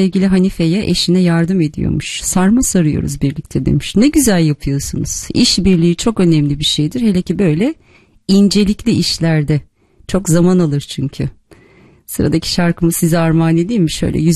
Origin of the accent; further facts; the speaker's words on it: Sakarya, Turkey; şu anda ben Sakarya'dayım, biliyor musun? Benim memleketim burasıdır. Yani doğma büyüme buralıyım. Ama baba toprağım Malatya'dır. Bunu da her zaman gururla söylerim.